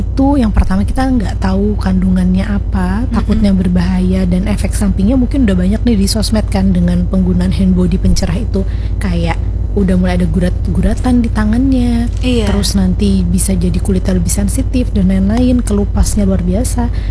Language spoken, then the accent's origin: Indonesian; Banjarmasin, South Kalimantan, Indonesia; jadi harus hati-hati nih kita sebagai warga Banjar.